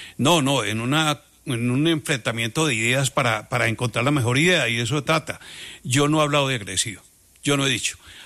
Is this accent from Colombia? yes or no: yes; Colombia; Somos Colombia